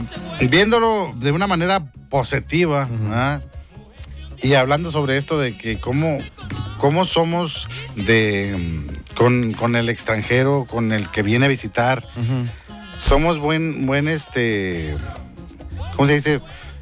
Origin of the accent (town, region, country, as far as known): Nuevo León, Mexico